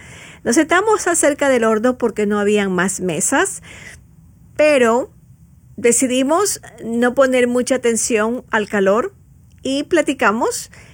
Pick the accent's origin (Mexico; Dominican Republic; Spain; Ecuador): Ecuador; moved away; de donde yo vengo, que es de la parte del sur de América, yo soy de Ecuador.